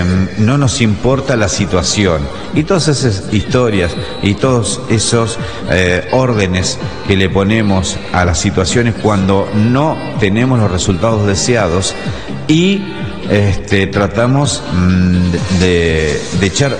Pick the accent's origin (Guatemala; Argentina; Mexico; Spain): Argentina